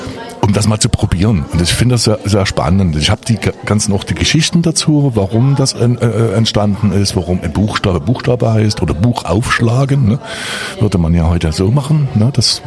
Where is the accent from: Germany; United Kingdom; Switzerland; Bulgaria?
United Kingdom; Scotland; Deswegen als Schotte finde ich immer interessant, dass man mir die Fragen immer stellt.